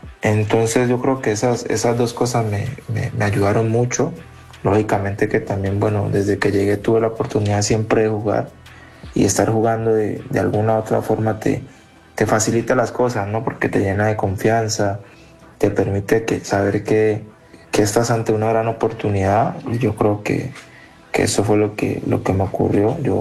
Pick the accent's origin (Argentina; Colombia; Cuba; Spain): Colombia; Sí, claro, como referentes colombianos, bueno, tenemos mucho, ¿no?